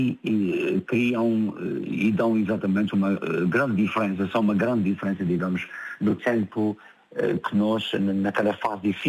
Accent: Vila Franca do Campo, Azores, Portugal; porque não criar um centro destes na minha terra natal, em Vila Franca do Campo.

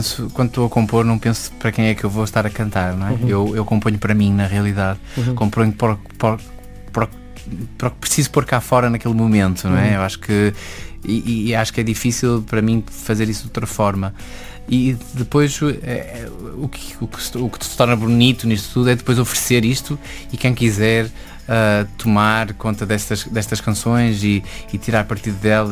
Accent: Azores, Portugal; also born or lived in New York / Porto; Eu como açoriano tenho um pouco esta característica, apesar de ter vivido pouco tempo nos Açores

